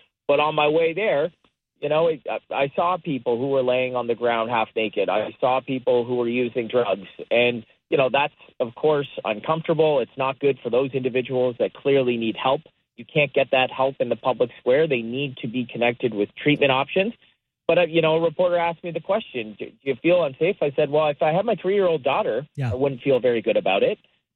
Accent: Hamilton, Ontario, Canada; I remember growing up in Hamilton

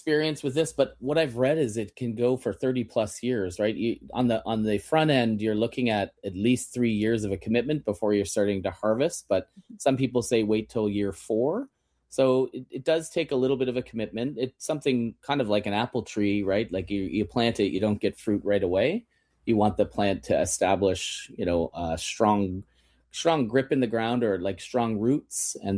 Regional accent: Kitchener, Ontario, Canada; I mean, I grew up in Kitchener and our next door neighbor had a big asparagus patch and would bring us bunches by the handful.

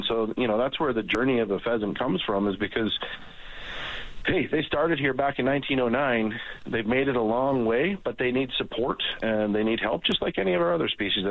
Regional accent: Lethbridge, Alberta, Canada; I grew up in Lethbridge, Alberta, so I wasn't very far from Tabor, which is well known for pheasants.

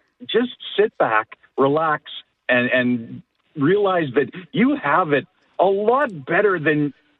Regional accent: Calgary, Alberta, Canada; born there; I mean, I was born in Calgary. I was Alberta for quite some time.

